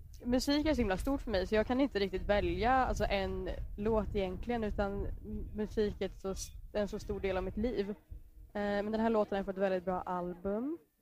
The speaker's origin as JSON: {"language": "Swedish", "town": "Lidköping", "region": "Västra Götaland County", "country": "Sweden", "tie": "born or raised there", "said": "Jag är 21 år gammal och jag är född och uppvuxen i Lidköping, så att jag är skaraborgare i blodet."}